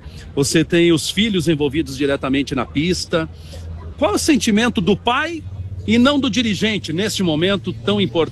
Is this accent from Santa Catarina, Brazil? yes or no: yes; Chapecó, Santa Catarina, Brazil; born there; Eu também sou nascido em Chapecó e às vezes vou bem no alto da avenida, Dedé, e eu olho lá de cima e vejo a imensidão que é a nossa cidade.